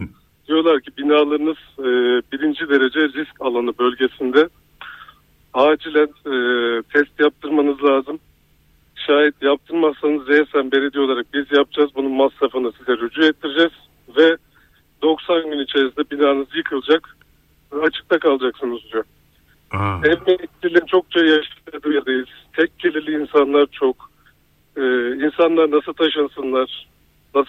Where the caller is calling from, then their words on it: İzmir, Turkey; İzmir Bayraklı'dan arıyorum.